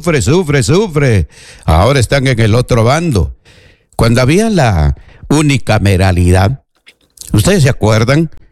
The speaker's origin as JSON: {"language": "Spanish", "country": "Peru", "said": "nosotros los peruanos que vivimos en las diferentes regiones del Perú"}